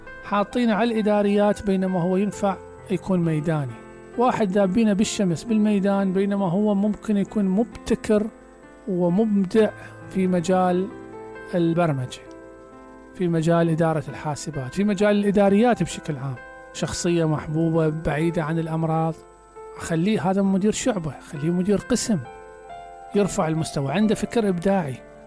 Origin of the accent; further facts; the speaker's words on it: Basra Governorate, Iraq; عندنا في العراق